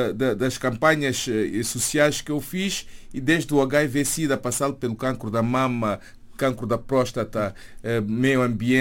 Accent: Quelimane, Zambezia, Mozambique; moved away; also born or lived in Niassa / Maputo; Nasci em Niassa e cresci em Quelimane, os meus pais quelimanenses, e depois vou para Maputo.

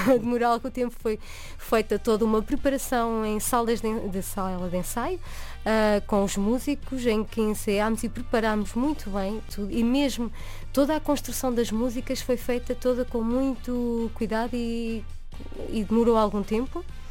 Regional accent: Portugal; accent: Portuguese; also born or lived in Paris, France; Bem português, o meu sotaque.

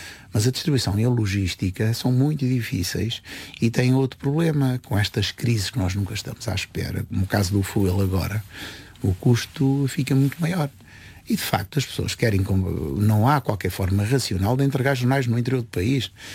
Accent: Portugal; Nós nascemos em Portugal há 50 gerações, desde Tomar para agora.

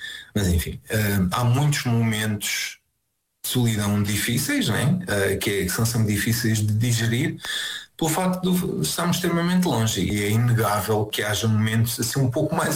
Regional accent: Portugal; moved away; É nós percebermos que saímos de Portugal e vamos para uma aventura e depois, ao fim de algum tempo, decidimos ficar longe de Portugal.

